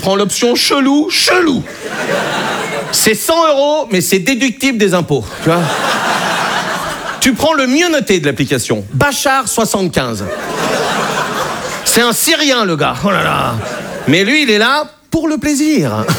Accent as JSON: {"language": "French", "region": "Brittany", "country": "France"}